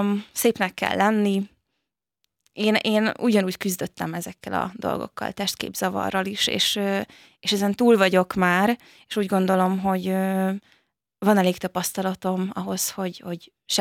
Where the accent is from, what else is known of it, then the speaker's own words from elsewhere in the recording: Vácszentlászló, Pest, Hungary; also born or lived in Budapest; Én igen, ott nőttem fel, de Gödöllőn a Babatvölgyi Lovas Központban jártam.